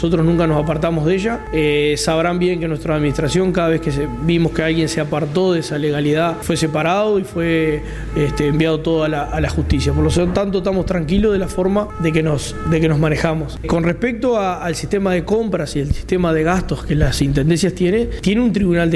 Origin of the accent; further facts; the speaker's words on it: Melo, Cerro Largo, Uruguay; acá que somos de Melo